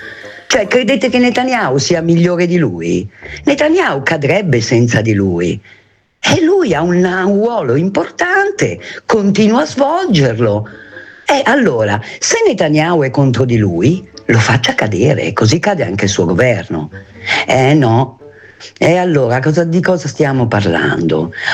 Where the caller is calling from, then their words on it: Milan, Lombardy, Italy; da Milano.